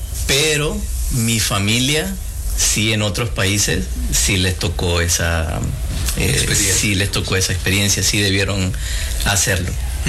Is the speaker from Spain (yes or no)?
no; Venezuela; moved away as an adult; now in Peru; Yo soy de Venezuela